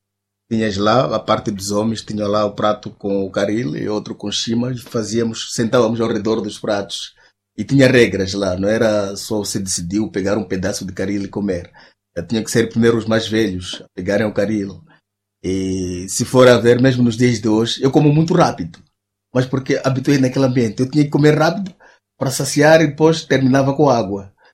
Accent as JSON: {"language": "Portuguese", "town": "Gondola", "region": "Manica", "country": "Mozambique", "tie": "born or raised there", "first_language": "Chute", "second_language": "Portuguese", "moved": "yes"}